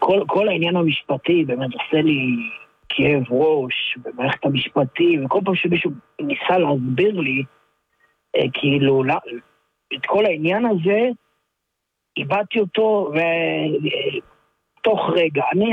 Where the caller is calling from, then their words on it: Ashkelon, Southern District, Israel; ואני מאשקלון.